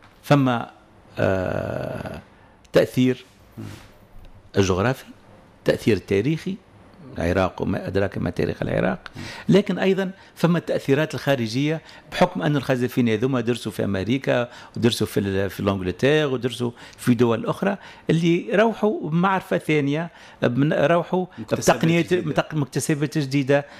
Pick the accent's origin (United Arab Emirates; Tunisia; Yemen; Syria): Tunisia; موجود عندنا في تونس